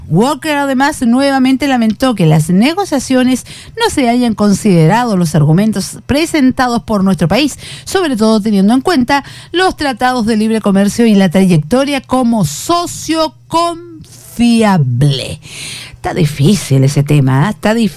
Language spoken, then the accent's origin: Spanish; Chile; aquí en Chile